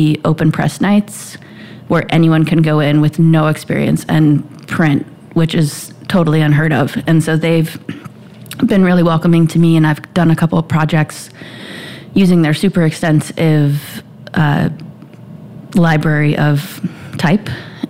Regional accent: Illinois, United States; also born or lived in Hawaii; now in Indianapolis, United States; I grew up near Chicago

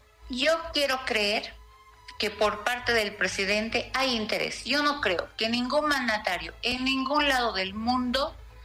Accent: Bolivia; a todos como ciudadanos bolivianos

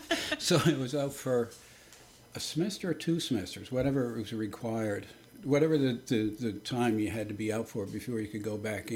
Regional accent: St. John's, Newfoundland and Labrador, Canada; I grew up on the west end of St. John's, just around Topsail Road.

